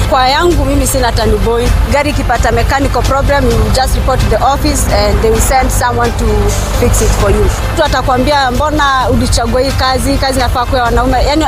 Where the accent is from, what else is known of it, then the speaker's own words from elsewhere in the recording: Kiganjo, Nyeri County, Kenya; Nyumbani nimetokea Nyeri, Kiganjo.